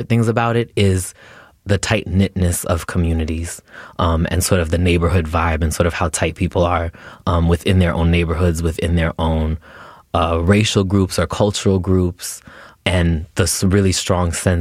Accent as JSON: {"language": "English", "region": "Massachusetts", "country": "United States", "tie": "born or raised there", "moved": "as an adult", "lives_now": "Chicago, United States", "said": "I grew up in Massachusetts, though my mom and my mom's side of the family is from the Chicago area. But I didn't move out here until about 5 years ago, which was actually to go to UIC."}